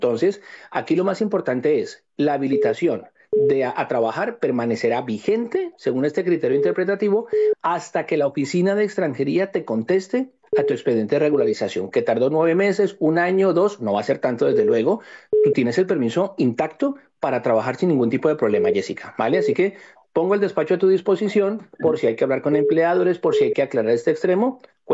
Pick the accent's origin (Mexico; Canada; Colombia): Colombia; dado que estamos como colombianos en el exterior, aquí podemos decir que han sido como independientes